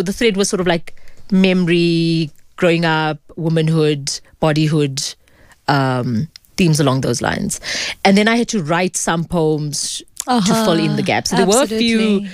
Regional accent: South Africa; born or raised there

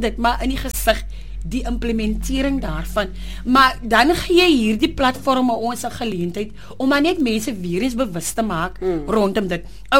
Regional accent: Calitzdorp, Western Cape, South Africa; ek is van Calusdorp

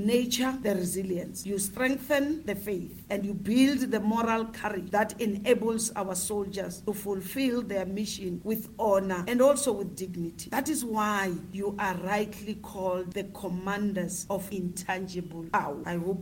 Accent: South Africa

